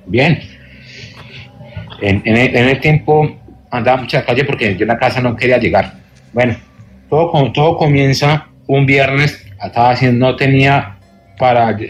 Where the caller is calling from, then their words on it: Cali, Valle del Cauca, Colombia; soy colombiano, soy de Cali.